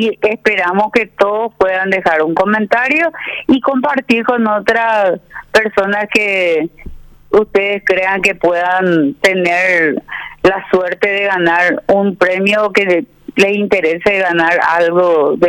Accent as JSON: {"language": "Spanish", "country": "Paraguay"}